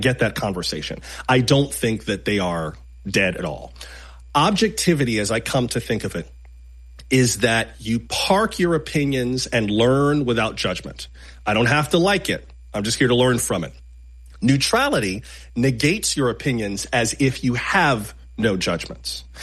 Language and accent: English; Florida, United States; I grew up in South Florida, so I know from this.